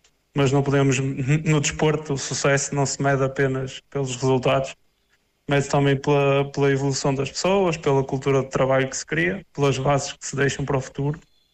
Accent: Penafiel, Norte, Portugal; moved away as an adult; Eu sou da zona do norte, sou de Nafiel, zona do Porto, trabalho em Barrancos

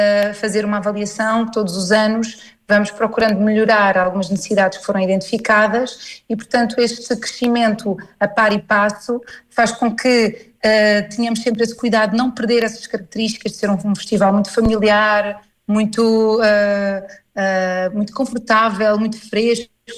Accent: Mafra, Lisbon, Portugal; now in São Pedro do Sul, Portugal; eu própria não sou daqui, sou de Mafra, portanto eu já mudei para cá há muitos anos

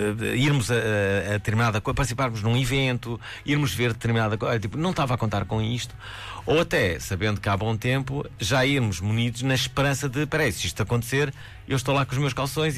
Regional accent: Porto, Norte, Portugal; born there; now in Lisbon, Portugal; Eu nasci no Porto, mas estou em Lisboa há mais de 30 anos e na verdade divido a minha vida entre Lisboa e depois vou com alguma frequência, até porque os meus pais estão no Porto

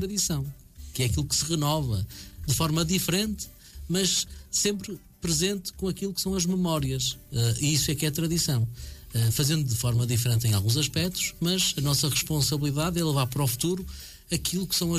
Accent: Bitarães, Norte, Portugal; born or raised there

